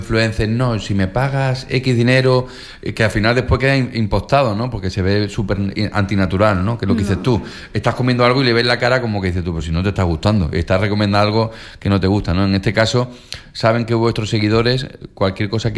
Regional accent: Canary Islands, Spain

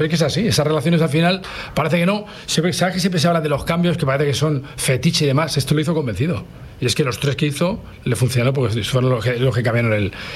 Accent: Pamplona, Navarre, Spain; Claro, yo soy navarro, soy de Pamplona y siempre que soy de esta fiesta, que no me pilla en mi ciudad, llevo el pañuelito como pañuelico con muchísimo orgullo

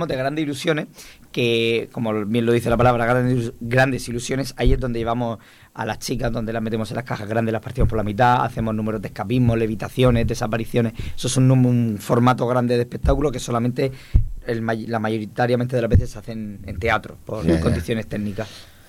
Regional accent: Alicante, Valencian Community, Spain; Pues en mi pueblo, en Alicante, en el escenario con 8 años o por ahí

